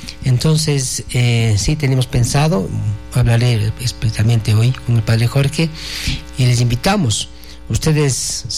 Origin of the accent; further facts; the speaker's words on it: Cotacachi, Imbabura, Ecuador; Yo provengo de la ciudad de Cotacachi, en la provincia de Imbabura